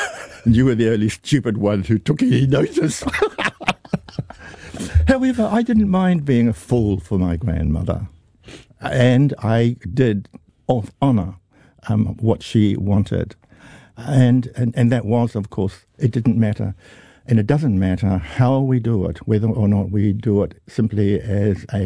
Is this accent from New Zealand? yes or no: yes; New Zealand